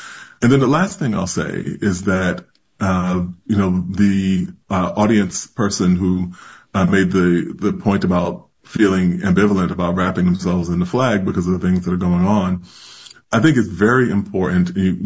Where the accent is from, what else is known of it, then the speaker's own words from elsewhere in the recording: New York, United States; So I'm a New Yorker